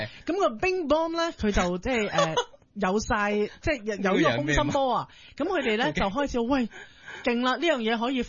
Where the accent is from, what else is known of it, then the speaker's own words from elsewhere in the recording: China; 都係我哋中國人。